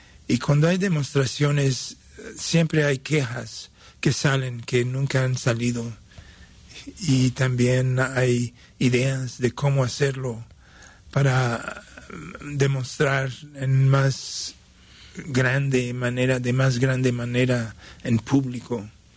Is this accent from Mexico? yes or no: yes; Mexico City, Mexico; Yo estaba hablando con un amigo con quien crecí en México DF, y él se había mudado a París